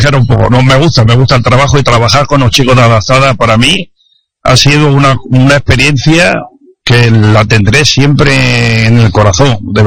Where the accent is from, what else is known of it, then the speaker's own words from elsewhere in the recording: Málaga, Andalusia, Spain; moved away as an adult; also born or lived in Zaragoza; now in Las Palmas de Gran Canaria, Spain; Y soy malagueño